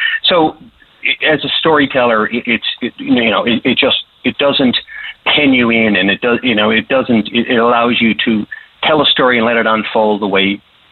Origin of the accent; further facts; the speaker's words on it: Petty Harbor, Newfoundland and Labrador, Canada; because I'm from Petty Harbor. I'm from that small fishing community, so I really want it to resonate.